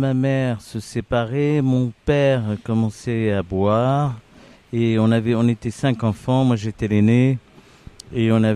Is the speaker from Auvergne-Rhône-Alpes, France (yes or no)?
no; Paris, Île-de-France, France; born there; also born or lived in Avignon; j'ai grandi jusqu'à l'âge de 9 ans à Paris, à Ménilmontant.